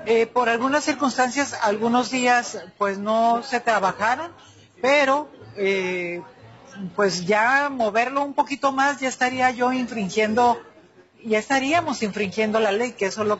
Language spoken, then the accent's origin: Spanish; Mexicali, Baja California, Mexico; born there; esta ciudad cachanilla, por cierto, donde yo nací